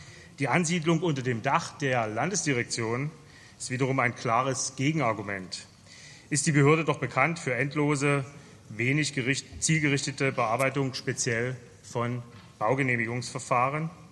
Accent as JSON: {"language": "German", "town": "Dresden", "region": "Saxony", "country": "Germany", "tie": "born or raised there", "said": "Der Exkurs in meine Heimatstadt Dresden"}